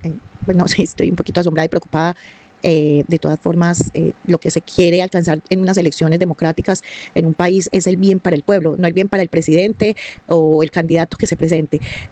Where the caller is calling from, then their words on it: Colombia; la sociedad que somos los colombianos